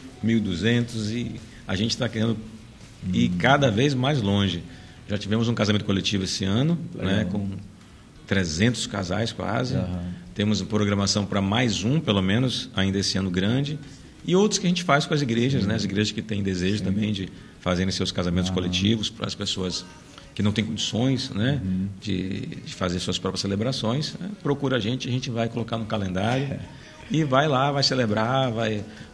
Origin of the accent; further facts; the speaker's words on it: Manaus, Amazonas, Brazil; moved away as an adult; now in Boa Vista, Brazil; Como eu sou de Manaus também, ficava muito mais próximo da minha família.